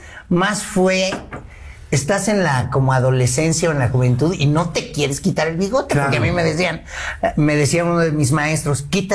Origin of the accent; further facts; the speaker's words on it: Mexico City, Mexico; born there; No, yo nací, pues sí, en la Ciudad de México.